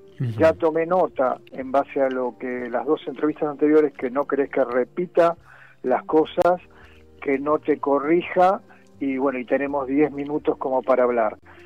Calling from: Buenos Aires, Argentina; Villa Santa Rita...

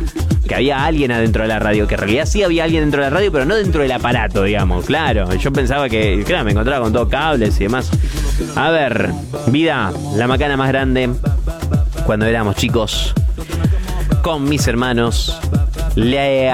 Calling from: La Roca, Entre Ríos, Argentina; de La Roca, Entre Ríos.

